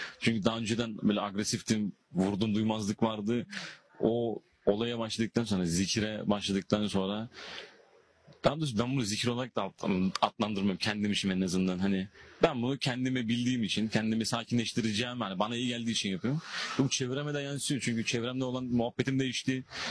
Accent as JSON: {"language": "Turkish", "region": "Trabzon", "country": "Turkey", "said": "Ben sinirli insanım. Bir Trabzonluyum ya."}